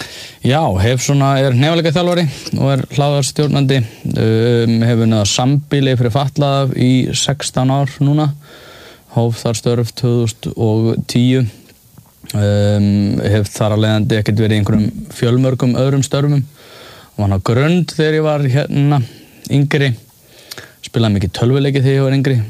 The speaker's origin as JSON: {"language": "Icelandic", "town": "Reykjavík", "region": "Capital Region", "country": "Iceland", "tie": "born or raised there", "said": "ég elst upp í Vesturbænum á samt fjölskyldu"}